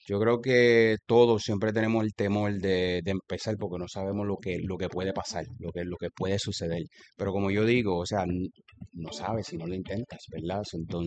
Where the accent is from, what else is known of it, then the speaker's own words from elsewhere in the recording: Ponce, Puerto Rico; born there; moved away; Yo soy de Ponce.